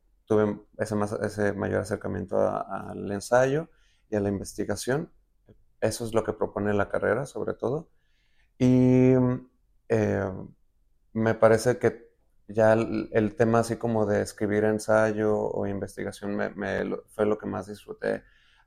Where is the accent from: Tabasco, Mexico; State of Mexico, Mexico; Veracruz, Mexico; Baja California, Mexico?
Baja California, Mexico; Tijuana; yo soy de Tijuana, allá está la Universidad de Baja California